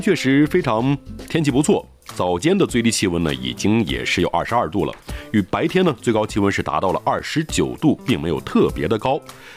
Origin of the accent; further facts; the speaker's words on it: Shanghai, China